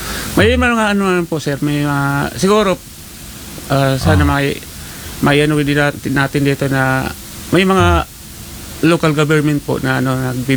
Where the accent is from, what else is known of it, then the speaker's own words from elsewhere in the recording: Taguig, Metro Manila, Philippines; Sa Taguig po.